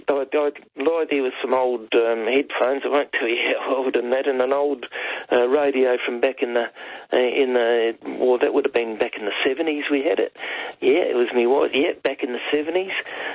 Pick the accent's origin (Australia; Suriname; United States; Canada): Australia; Adelaide, South Australia; I grew up down near Glenelg Way. I don't know whether you know Adelaide.